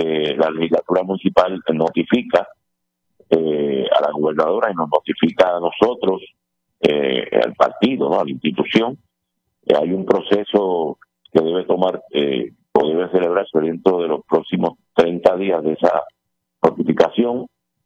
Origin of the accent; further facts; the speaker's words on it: Cataño, Puerto Rico; Esa cosa intensa de ser de Cataño y de haber nacido y criado en Cataño, ese orgullo brutal que yo lo tengo en San Juan